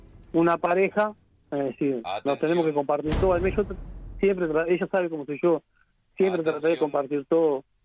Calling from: Uruguay; somos uruguayos y nos matamos trabajando.

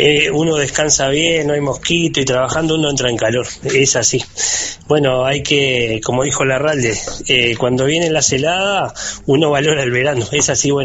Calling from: Casarino, Canelones, Uruguay; de Casarino.

